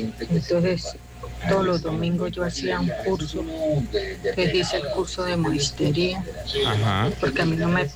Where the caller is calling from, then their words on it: Colombia; yo soy fan de Radio Bésame, del barrio José A. Morales.